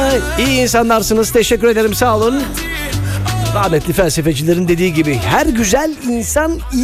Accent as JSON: {"language": "Turkish", "region": "Thrace", "country": "Turkey", "said": "UNESCO bile kıskanıyor, Greenpeace bile kıskanıyor bizi. Trakyalıyız diye ya."}